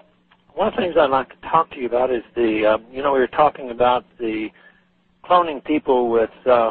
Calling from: Oxford, Michigan, United States; I'm calling from Oxford, Michigan.

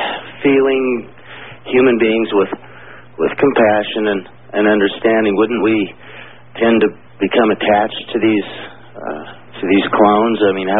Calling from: Los Lunas, New Mexico, United States; calling you from Las Lunas, New Mexico, listening on 77 KKOB.

